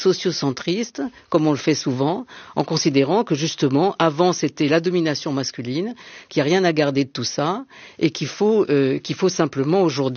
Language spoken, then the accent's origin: French; Marseille, Provence-Alpes-Côte d'Azur, France; moved away as an adult; now in Paris, France